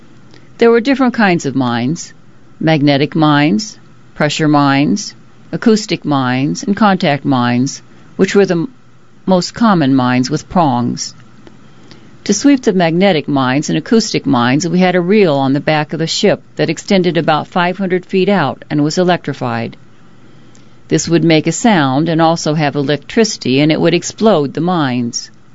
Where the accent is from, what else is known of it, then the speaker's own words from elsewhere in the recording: Tucson, Arizona, United States; born there; I was born in Tucson, Arizona on August 15, 1926.